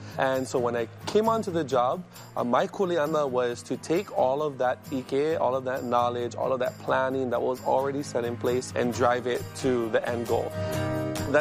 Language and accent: English; Hawaii, United States; the opportunity that I have to be as Hawaiian as I can be and as authentic as I can be so that others can figure out why Hawaii is so important